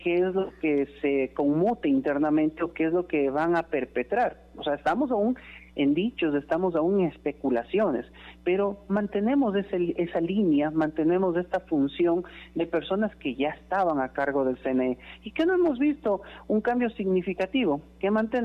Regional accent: Ecuador; nosotros como ecuatorianos

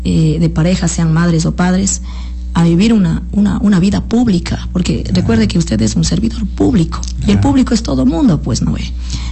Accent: Sinaí, Morona Santiago, Ecuador; yo nací en Sinaí. Mis papacitos vinieron de la SUAI, exactamente de las parroquias rurales de Tarqui y El Tur y del Cantón Cuenca. Y vinieron por trabajar en la hacienda de los señores Durán y Peña. Entonces, de ahí se quedaron.

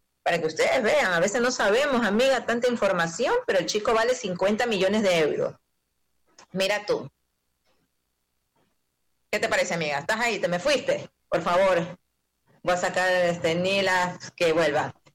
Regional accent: Ecuador

